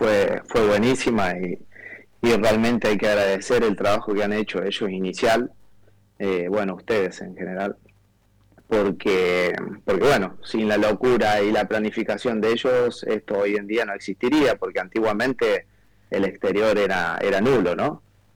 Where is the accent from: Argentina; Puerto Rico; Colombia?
Argentina; Córdoba; moved away as an adult; now in Málaga, Spain; Si bien yo soy del interior, soy de Córdoba, pero viajábamos mucho para Buenos Aires a poder ver a Boca